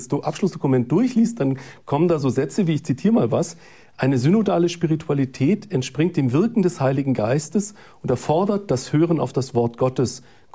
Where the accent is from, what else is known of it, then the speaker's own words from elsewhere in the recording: Germany; Als Deutscher bin ich natürlich auch immer persönlich ein Kritisierer.